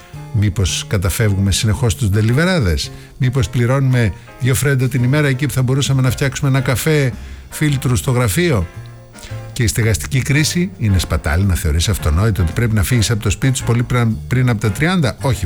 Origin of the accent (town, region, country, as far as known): Greece